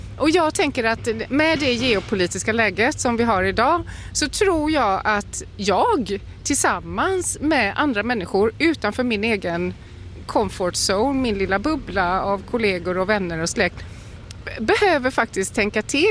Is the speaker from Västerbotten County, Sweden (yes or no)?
no; Karlskrona, Blekinge, Sweden; jag är uppvuxen här i Karlskrona